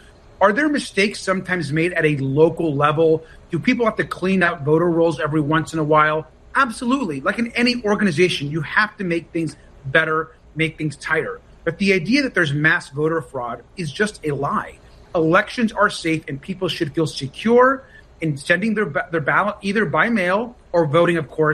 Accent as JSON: {"language": "English", "region": "California", "country": "United States", "said": "my home state of California"}